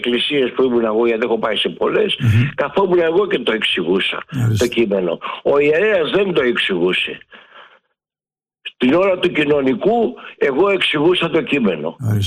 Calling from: Gerakas, Attica, Greece; από το Γέρακα.

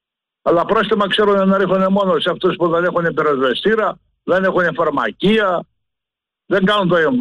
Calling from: Western Greece, Greece; από τον Κόσακα, Ιλία.

